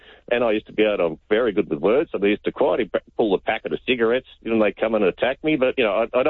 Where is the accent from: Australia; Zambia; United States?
Australia; Melbourne, Victoria; now in Ringwood, Australia; I come from Ringwood at the minute, and I'll defend Ringwood. I was born and bred in East Doncaster. I'll defend East Doncaster. You know, but, you know, when I was a young bloke, I'm 62 now.